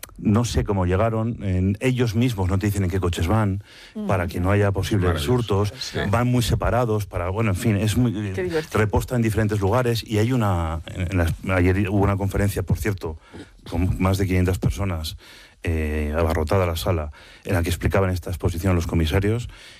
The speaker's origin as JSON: {"language": "Spanish", "country": "France", "said": "Digo, yo como francés diría otra cosa también."}